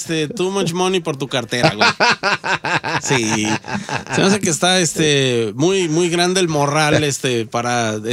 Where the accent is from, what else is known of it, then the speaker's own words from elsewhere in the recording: Ecuador; yo soy de Ecuador